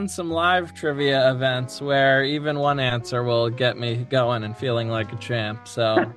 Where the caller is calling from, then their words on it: Newark, New Jersey, United States; I'm currently calling from Newark, New Jersey, in my office at work.